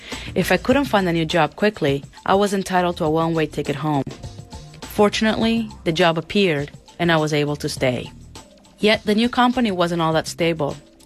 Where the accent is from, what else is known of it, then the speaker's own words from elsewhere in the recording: Brazil; English is a second language; All I knew was that I would never have the courage to come out of the closet in my home country, Brazil.